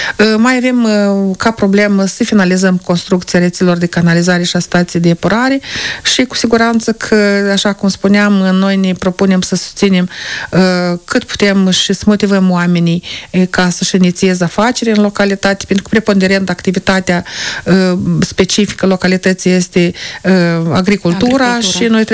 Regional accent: Zubrești, Strășeni District, Moldova; sunt zubreșteancă și sunt primar acestei localități

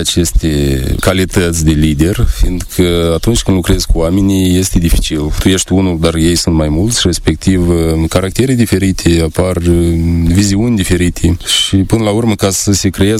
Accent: Moldova

